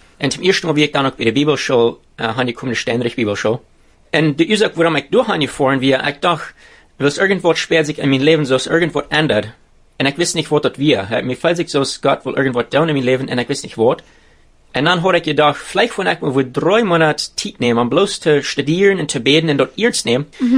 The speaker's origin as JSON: {"language": "German", "region": "Ontario", "country": "Canada", "tie": "born or raised there", "said": "Ich komme von hierher. Ja, ich sehe geboren und abgewachsen in dieser Gegend. Zwischen Eden und Strafenville, du hast viele Jahre gewohnt"}